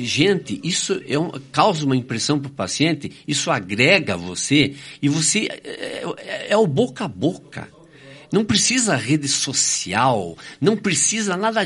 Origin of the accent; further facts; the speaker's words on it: Campo Alegre, Santa Catarina, Brazil; born there; Eu sou nascido em Santa Catarina, numa cidadezinha pequena chamada Campo Alegre. Essa cidade fica do lado de São Bento do Sul.